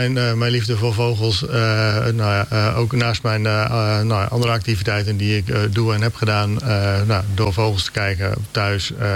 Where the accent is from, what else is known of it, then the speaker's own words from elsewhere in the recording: Appingedam, Groningen, Netherlands; now in Nieuwolda, Netherlands; En ik kom van oorsprong uit Appingedam, dus daar kom ik weg. Ben op enig moment geland in Nieuwolda.